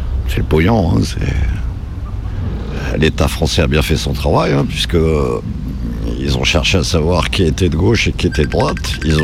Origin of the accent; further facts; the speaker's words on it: Paris, Île-de-France, France; born there; moved away as an adult; now in Corsica, France; Je suis né à Paris, de famille espagnole basque, réfugié depuis 36 en France. Voilà. Et donc je suis arrivé en Corse après mon service militaire.